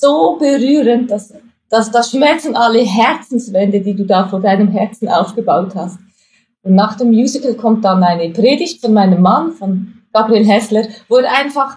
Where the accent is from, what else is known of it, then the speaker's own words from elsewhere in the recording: Switzerland; accent: Swiss German; now in Hamburg, Germany; Und sofort hatte ich immer ein super Gesprächseinstieg, was wir als Schweizer denn hier auf St. Pauli machen.